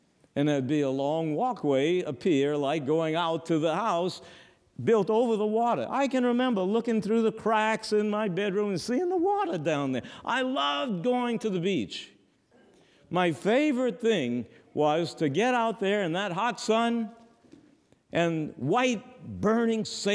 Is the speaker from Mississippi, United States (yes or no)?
no; Louisiana, United States; moved away; When I was a little boy growing up in Louisiana